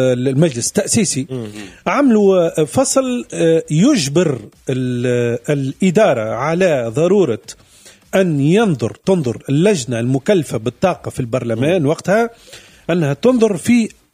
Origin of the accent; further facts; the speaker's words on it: Tunisia; احنا عندنا في تونس عندنا حقول شاحت نضبت